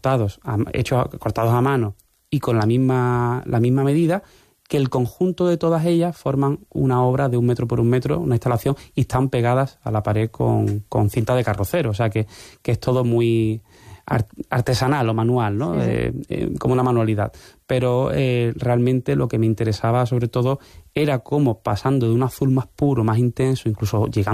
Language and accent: Spanish; Algeciras, Andalusia, Spain; somos de Algeciras, el mar, el cielo